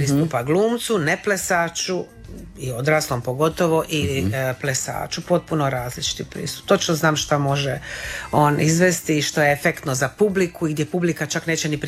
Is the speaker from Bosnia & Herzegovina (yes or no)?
no; Croatia; kod nas u Hrvatskoj